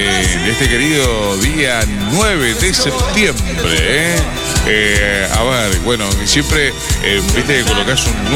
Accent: Salta, Argentina; La gente de Salta está así presente como siempre. Vos sabés cómo somos los salteños, dice el querido amigo Tahuada.

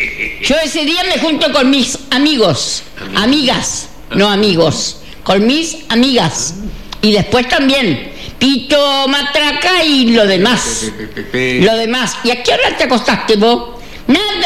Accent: Argentina; vamos a tener como argentinos, como no, la curiosidad de mirarlo.

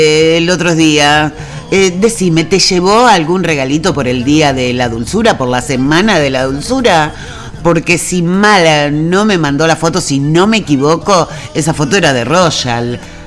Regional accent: Argentina; somos rigurosos los argentinos.

